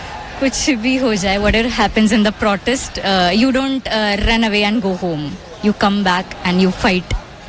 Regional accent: Mumbai, Maharashtra, India; मैं मुंबई से हूँ।

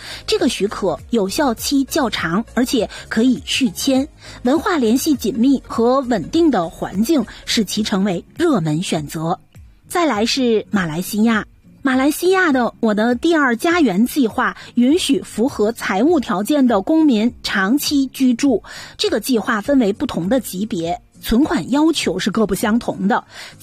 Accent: Canada; 而这份榜单为我们加拿大人提供了一份退休生活的世界地图

